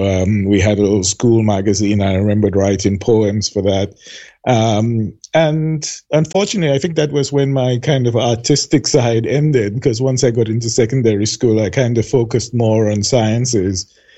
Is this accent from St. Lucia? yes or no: yes; St. Lucia; also born or lived in England; although I am a St. Lucian, I was born in England. My mom is from St. Lucia, and we moved back when I was about 5 or 6 years old.